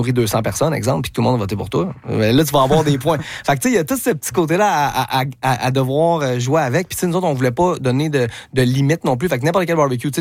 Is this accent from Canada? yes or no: yes; Quebec, Canada; on est des gars de créativité, on est québécois